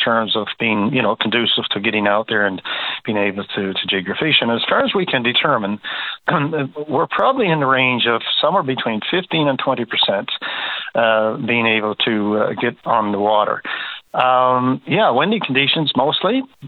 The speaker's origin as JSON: {"language": "English", "region": "Newfoundland and Labrador", "country": "Canada", "said": "I'm personally from the South Coast region here in North Harbour."}